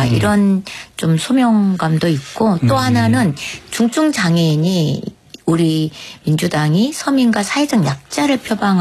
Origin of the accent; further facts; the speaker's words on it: Honam, South Korea; 저는 호남 사람이거든요.